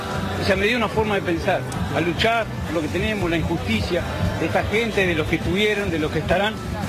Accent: Chingolo, Buenos Aires Province, Argentina; Mirá, yo soy albañil, vengo de Chingolo, me encontré con esta noticia

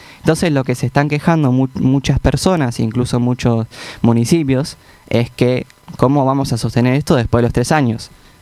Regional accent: General Rodríguez, Buenos Aires Province, Argentina; yo soy de Rodríguez, antes nos llegaban las empresas de fibra óptica y teníamos que pagar internet satelital por paquete de datos, como si fuera el celular.

